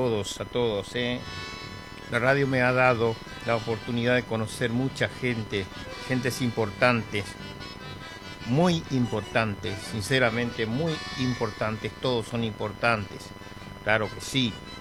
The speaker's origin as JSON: {"language": "Spanish", "town": "Presidencia de la Plaza", "region": "Chaco", "country": "Argentina", "tie": "born there", "moved": "yes", "lives_now": "Ushuaia, Argentina", "said": "todos mis parientes de mi pueblo, Presidencia de la Plaza"}